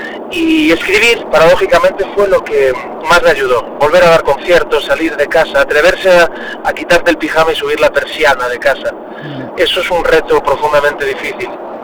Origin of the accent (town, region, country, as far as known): Galicia, Spain; moved away